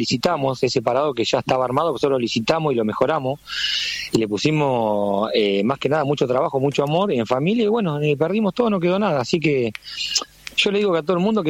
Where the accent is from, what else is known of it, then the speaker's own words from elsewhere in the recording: Monte Hermoso, Buenos Aires Province, Argentina; Yo soy nacido, creo, acá en Monte Hermoso, tengo 50 años, me dediqué también a la pesca, así que anduve mucho en el mar, tengo muchos amigos pescadores y somos de acá de Monte Hermoso